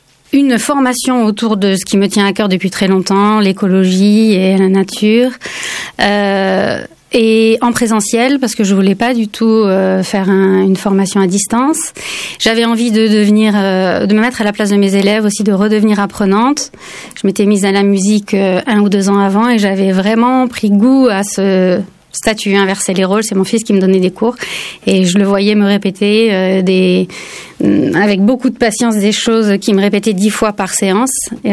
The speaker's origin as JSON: {"language": "French", "town": "Toulouse", "region": "Occitanie", "country": "France", "tie": "born or raised there", "also_born_or_lived": "Paris", "said": "Moi j'habite Toulouse depuis l'âge de 7 ans, je suis née à Paris mais je suis arrivée ici pour mon CE1 et ensuite j'ai fait toute ma scolarité ici, dans le quartier de Saint-Cyprien au collège et puis ensuite dans le centre-ville à Saint-Sernin"}